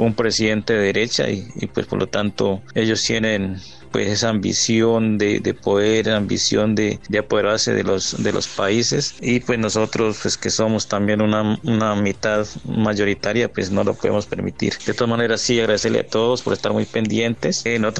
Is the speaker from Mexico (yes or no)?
no; Colombia; somos colombianos